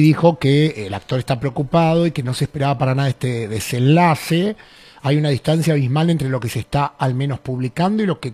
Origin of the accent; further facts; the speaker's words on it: Rafaela, Santa Fe, Argentina; Yo soy de Rafaela Santa Fe y él está viviendo en Legman.